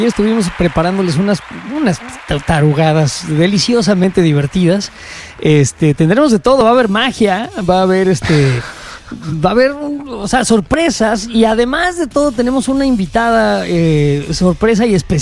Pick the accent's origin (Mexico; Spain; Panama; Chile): Mexico; now in Chicago, United States; por lo menos aquí en Chicago, éramos los mexicanos